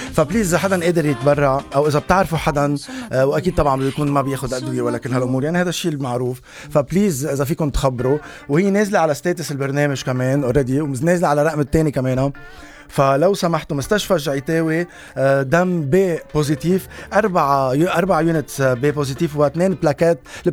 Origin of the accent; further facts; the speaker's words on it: Lebanon; ما في رقابة عندنا بلبنان.